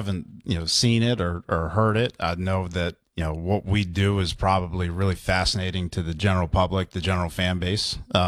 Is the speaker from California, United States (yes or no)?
no; Baltimore, Maryland, United States; moved away as an adult; I'm from Baltimore, huge Ravens fan